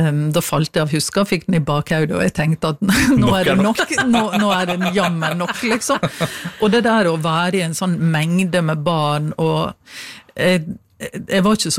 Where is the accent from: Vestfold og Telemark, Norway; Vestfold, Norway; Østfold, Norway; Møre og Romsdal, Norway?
Møre og Romsdal, Norway; Du har fjorden, men du har også liksom Sunnmørsalpene, og det er jo et massivt fjelllandskap rundt der jeg vokste opp.